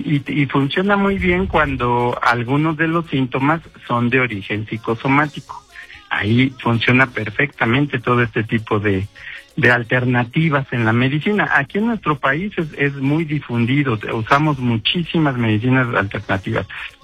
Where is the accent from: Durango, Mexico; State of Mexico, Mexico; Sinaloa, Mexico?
State of Mexico, Mexico; Tenango del Valle; el bello municipio de Tenango del Valle, de donde soy originario.